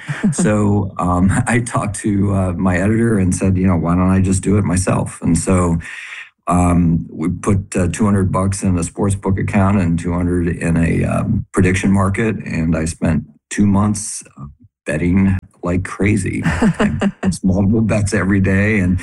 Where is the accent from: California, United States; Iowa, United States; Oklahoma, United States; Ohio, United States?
Ohio, United States; Cleveland; I'm a Cleveland sports fan, born and raised.